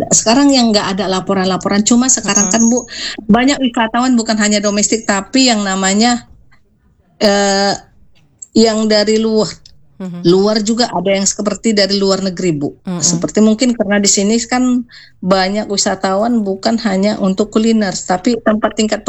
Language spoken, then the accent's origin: Indonesian; Cirebon, West Java, Indonesia; kita semua orang Cirebon